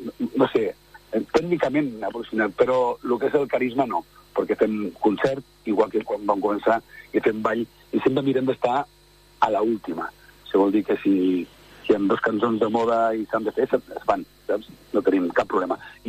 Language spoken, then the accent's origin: Catalan; Sant Feliu de Guíxols, Catalonia, Spain; jo soc de Sant Feliu de Guíxols